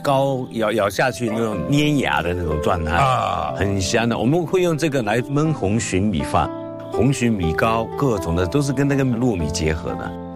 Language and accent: Chinese; Fujian, China; 我带来一个我们福建的。